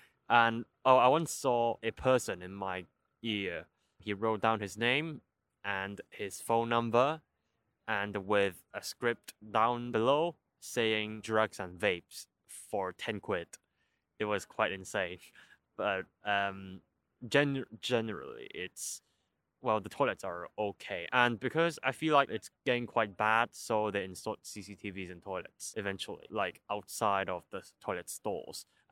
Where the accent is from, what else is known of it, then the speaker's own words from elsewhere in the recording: Hong Kong; English is a second language; moved away; And the cultural shock is quite large as well, because as I'm from Hong Kong, the whole way of thinking or our humor or our interests are very different.